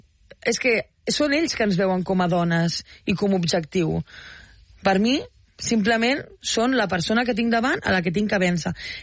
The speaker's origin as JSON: {"language": "Catalan", "town": "Tarragona", "region": "Catalonia", "country": "Spain", "said": "jo sóc com tu, de Tarragona"}